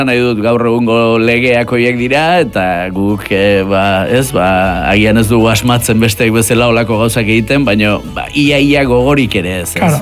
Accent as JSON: {"language": "Basque", "town": "Errenteria", "region": "Basque Country", "country": "Spain", "tie": "born there"}